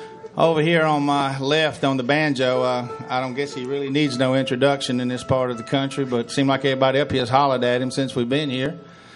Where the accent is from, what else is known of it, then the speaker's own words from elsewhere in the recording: Stuart, Virginia, United States; All right, and I'm from Stuart, Virginia also. … we make up